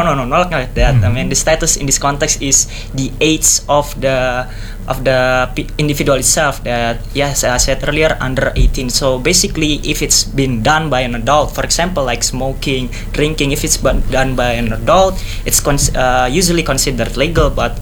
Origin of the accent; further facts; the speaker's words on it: Jakarta, Indonesia; English is a second language; now in East Java, Indonesia; And I'm originally come from Jakarta, but now I'm taking education right here.